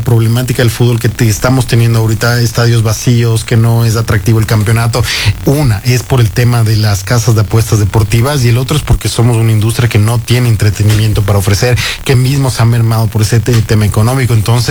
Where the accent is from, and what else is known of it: Ecuador